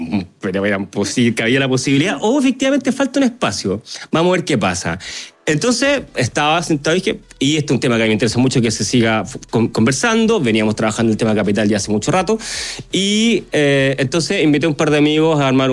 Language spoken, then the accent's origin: Spanish; Chile; la gran mayoría somos chilenos con preocupaciones, yo diría, muy locales